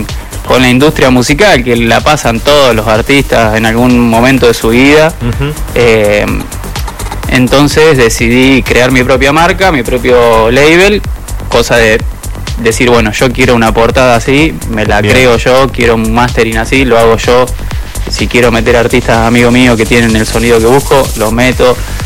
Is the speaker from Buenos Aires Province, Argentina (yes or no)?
yes; Colón, Buenos Aires Province, Argentina; now in Rosario, Argentina; Así es, mira, yo en Colón mi inicio fue tocar la guitarra desde muy chico, desde los 10 años